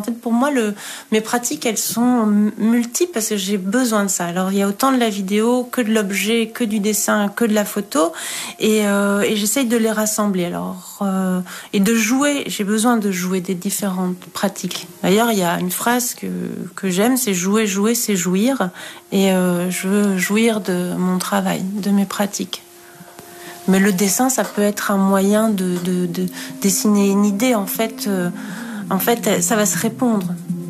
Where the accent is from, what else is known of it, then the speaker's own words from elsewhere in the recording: Belgium; born there; Alors j'ai un vrai passeport saint-marinais. Je suis saint-marinaise et franco-belge. Je suis née en Belgique. Je cumule les cartes d'identité et les passeports.